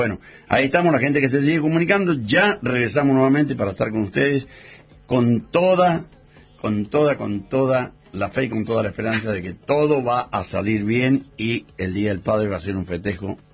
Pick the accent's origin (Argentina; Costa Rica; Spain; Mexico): Argentina; nos identificamos como argentinos nacidos en esta tierra.